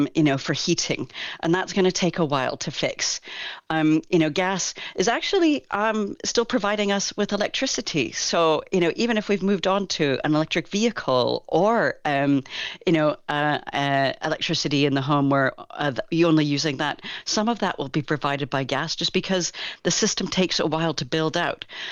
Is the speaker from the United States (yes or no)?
no; Kelowna, British Columbia, Canada; moved away; I'm from Kelowna.